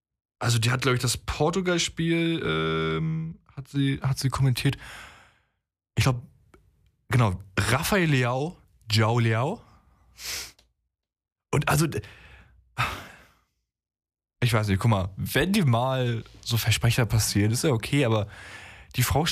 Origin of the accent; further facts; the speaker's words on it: Germany; first language German; ich bin Deutscher. So, es ist meine Muttersprache.